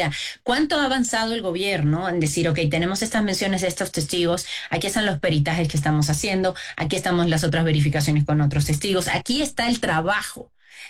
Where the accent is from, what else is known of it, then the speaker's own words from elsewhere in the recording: Cuba; Yo soy cubana y obtener una visa Para México, siendo cubana, es muy difícil.